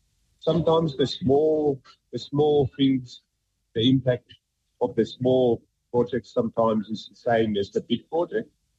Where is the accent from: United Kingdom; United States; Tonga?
Tonga; moved away; I was born and raised in Tonga